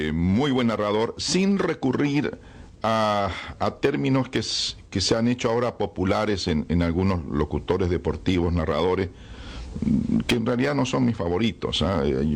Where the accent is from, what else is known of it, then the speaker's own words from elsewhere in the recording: Viña del Mar, Valparaíso, Chile; born there; Durante la Guerra Civil Española, nosotros vivíamos en Viña del Mar, en Chile